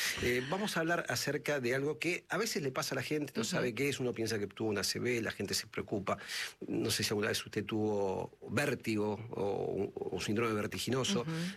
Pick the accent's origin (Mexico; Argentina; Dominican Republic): Argentina; Bueno, somos creativos los argentinos.